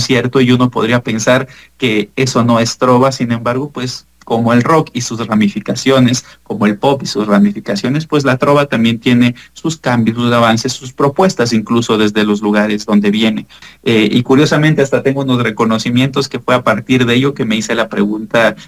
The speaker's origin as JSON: {"language": "Spanish", "town": "Ambato", "region": "Tungurahua", "country": "Ecuador", "said": "Yo soy de Ecuador, soy de Ambato, Ecuador."}